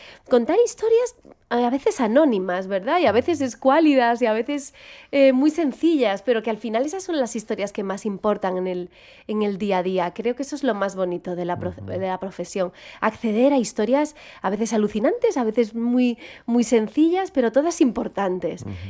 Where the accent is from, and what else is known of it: Galicia, Spain; accent: Galician